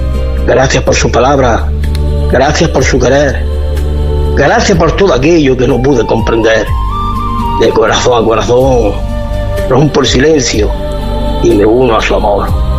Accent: Huércal de Almería, Andalusia, Spain; de Huerca de Almería.

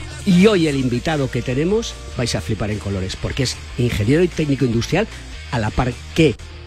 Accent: Spain; ¡Qué grandes somos los españoles cuando trabajamos en equipo!

